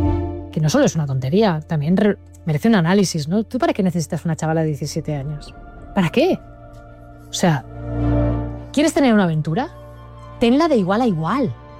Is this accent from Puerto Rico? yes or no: no; Barcelona, Catalonia, Spain; now in Madrid, Spain; Pues fíjate que soy de Barcelona, llevo 15 años en Madrid